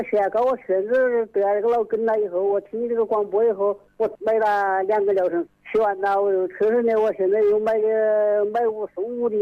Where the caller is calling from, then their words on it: Yichang, Hubei, China; 我是宜昌宜宾区。